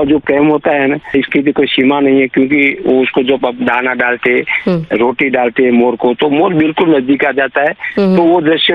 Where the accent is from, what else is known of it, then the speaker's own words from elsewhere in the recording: Der, Gujarat, India; मेरा गाँव डेर है, तहसील जिला पाटन, वहाँ गोरैया बहुत है, अहमदाबाद में कम है।